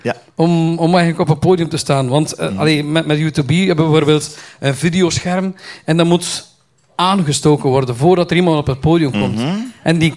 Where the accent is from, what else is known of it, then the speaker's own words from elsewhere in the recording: Kortemark, West Flanders, Belgium; Ik ben een echte West-Vlaming.